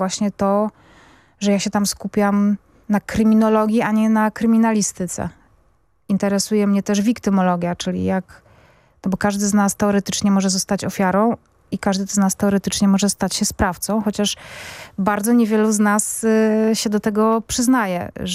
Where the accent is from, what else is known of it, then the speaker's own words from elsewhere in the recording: Zabrze, Silesian Voivodeship, Poland; ja się wychowywałam na ulicy Sobieskiego, tam poza tym jest budynek Sobieskiego 100, nie w Warszawie, tylko w Zabrzu.